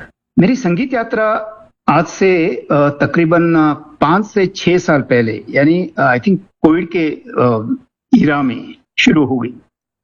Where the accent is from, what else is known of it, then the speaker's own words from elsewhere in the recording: Bengaluru, Karnataka, India; आयु 72 वर्ष यानी 72 years young I am. Bangalore का रहने वाला हूँ।